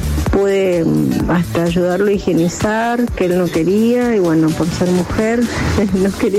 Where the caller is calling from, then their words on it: Luján, Buenos Aires Province, Argentina; de Luján.